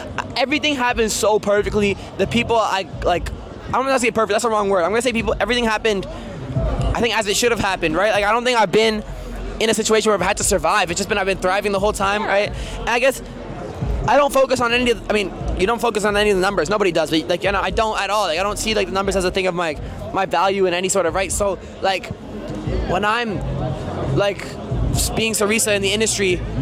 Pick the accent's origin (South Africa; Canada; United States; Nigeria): Canada; I do dance music, and I'm from Canada, far away and different genre, but people still loved it.